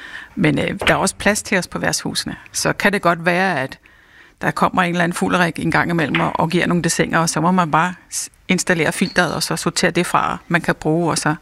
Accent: Zealand, Denmark; på Sjælland, hvor jeg kommer fra.

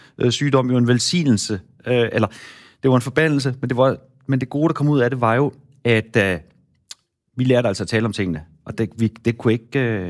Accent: Central Denmark Region, Denmark; born or raised there

